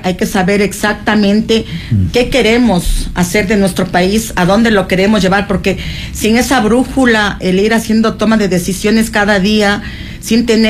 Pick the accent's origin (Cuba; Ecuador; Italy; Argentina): Ecuador; Chimborazo; Yo soy proveniente de Chimborazo